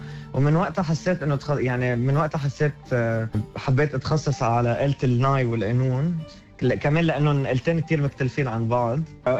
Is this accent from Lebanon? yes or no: yes; Beirut, Beirut Governorate, Lebanon; moved away as an adult; now in Melbourne, Australia; أكيد أنا ربيت ببيروت لبنان، وجيت على أستراليا من 8 سنين، 2019